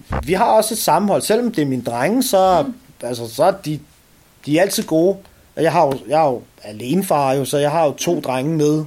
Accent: Copenhagen, Capital Region of Denmark, Denmark; accent: Amager dialect; Jeg er selv fra Amager, ja. Alle mine 37 år at jeg har boet her.

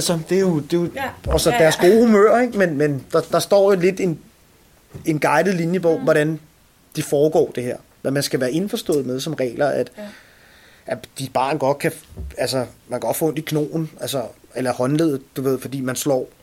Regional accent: Copenhagen, Capital Region of Denmark, Denmark; accent: Amager dialect; Jeg er selv fra Amager, ja. Alle mine 37 år at jeg har boet her.

